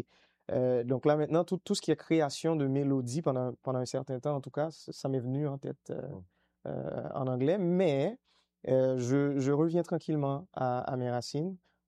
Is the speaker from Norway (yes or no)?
no; Haiti; quand on se rappelle de nos racines, nous, Haïtiens, nous venons de l'ouest de l'Afrique